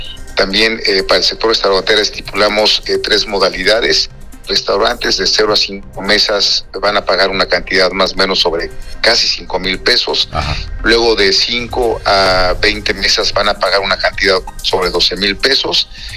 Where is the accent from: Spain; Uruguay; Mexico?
Mexico